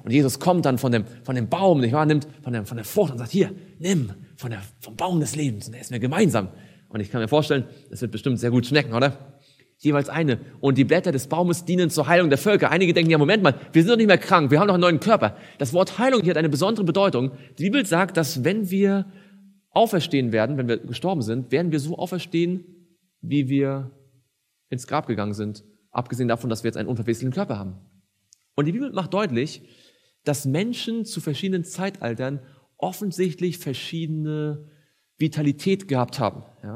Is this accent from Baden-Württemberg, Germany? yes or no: yes; Stuttgart, Baden-Württemberg, Germany; Ich komme ja aus Stuttgart, da gibt es ganz berühmte Weinberge, nicht wahr?